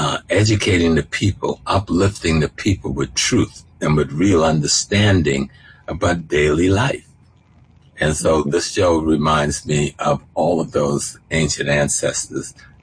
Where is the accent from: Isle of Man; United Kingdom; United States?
United States; South Carolina; In terms of my genetic lineage, I'm from South Carolina. People call us Gullah Geechee, but we just are the Africans, you know, and live along the coast and grew up in those rice plantations. I grew up on a rice plantation.